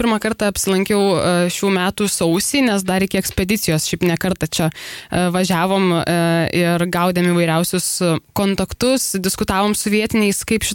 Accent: Palanga, Klaipėda County, Lithuania; Taip, aš esu iš Palangos.

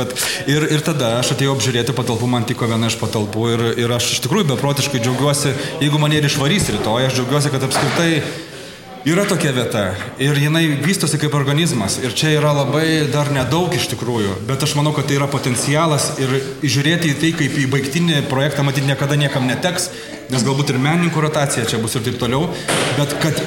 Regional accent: Siesikai, Vilnius County, Lithuania; accent: Aukštaitian; now in Rapolas, Lithuania; aš nenutolau nuo Aukštaitijos, nes aš esu irgi iš Aukštaitis, iš Siesikų

